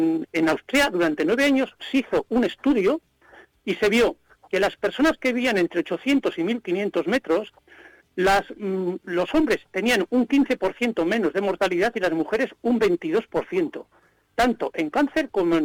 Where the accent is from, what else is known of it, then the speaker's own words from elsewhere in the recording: La Rioja, Spain; now in Soria, Spain; yo soy riojano, nací en La Rioja, uh-huh. vivo en Soria desde hace más de 40 años